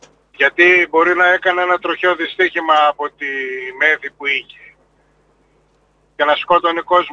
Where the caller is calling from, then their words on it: Plagiari, Central Macedonia, Greece; είμαι από το Πλαγιάρι.